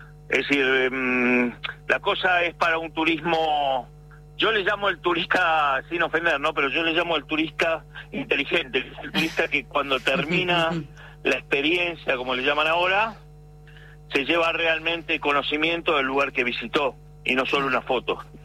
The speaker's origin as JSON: {"language": "Spanish", "town": "Bariloche", "region": "Río Negro", "country": "Argentina", "tie": "born or raised there", "also_born_or_lived": "Paraguay / Misiones, Argentina", "moved": "as an adult", "lives_now": "Trevelin, Argentina", "said": "yo crecí criado en Bariloche. Tengo 67 años y a los 30 y pico me fui a Paraguay, prometiéndole a los patagónicos, a mis amigos, y que iba a volver."}